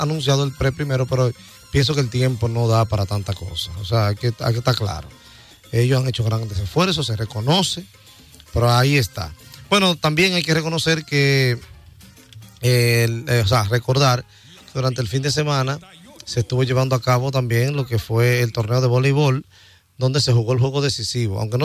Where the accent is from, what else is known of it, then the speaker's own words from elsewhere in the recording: Cibao, Dominican Republic; Yo soy cibaeño, yo no soy san cristobalense.